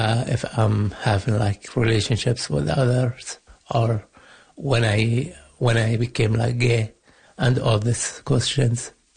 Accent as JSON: {"language": "English", "country": "Yemen", "moved": "as an adult", "lives_now": "Winnipeg, Canada", "said": "I'm 36 years old. I'm from Yemen. I moved here last year. I attend the Pride here in Winnipeg"}